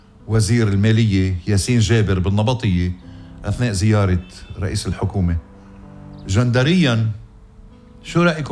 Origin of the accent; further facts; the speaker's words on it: Ghazir, Keserwan-Jbeil, Lebanon; هالدير وسلسلة الأديار اللي أسسهم ابن ضيعتي الحلوة غزير